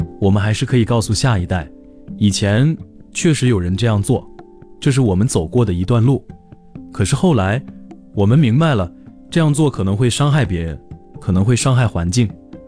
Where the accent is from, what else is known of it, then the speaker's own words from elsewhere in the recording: Sabah, Malaysia; 而生活在沙巴，我们对这一点也许会有更深的感受，因为在这里，我们从小就生活在很多不同的语言、文化和传统之间